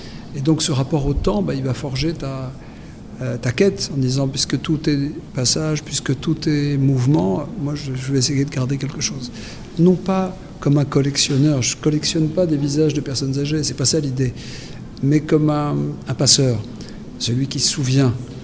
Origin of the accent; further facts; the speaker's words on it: France; born there; c'est-à-dire que je viens d'une famille grecque du centre du pays avec des parents immigrés qui ont fait que je suis né en France.